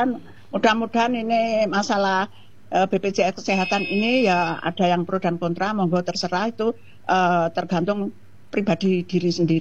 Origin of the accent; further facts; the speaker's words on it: Surabaya, East Java, Indonesia; aku waktu kecil di Surabaya